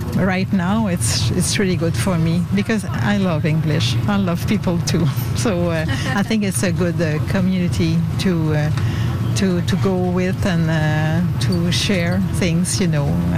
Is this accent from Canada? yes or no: yes; Quebec City, Quebec, Canada; moved away as an adult; now in Rouyn-Noranda, Canada; No, I'm originally from Quebec, Quebec City. And I moved to Rouyn in 1983. Yeah, so my life is in Rouyn now.